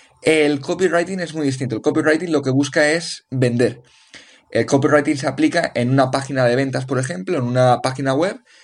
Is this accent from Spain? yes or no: yes; Valencia, Valencian Community, Spain; moved away as an adult; also born or lived in North Macedonia / South Korea / Azerbaijan; now in Cape Town, South Africa; soy de Valencia, aunque durante los últimos años he estado viviendo en varios países. He pasado por Macedonia, he pasado por Corea del Sur, he pasado por Azerbaiyán. Y ahora mismo este programa lo estoy grabando en Ciudad del Cabo, en Sudáfrica.